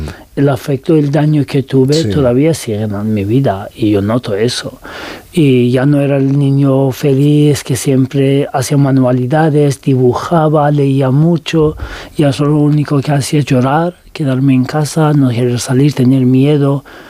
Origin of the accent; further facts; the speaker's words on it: Tehran, Tehran Province, Iran; Spanish is a second language; tanto que yo crecí en Teherán, los años de, en infancia mi familia mudaron a Teherán, pero nunca tuve el valor de volver y vivir ahí